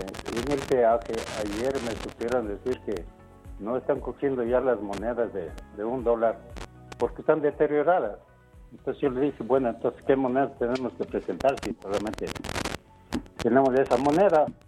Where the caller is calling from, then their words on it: Quito, Pichincha, Ecuador; sector de Calderón.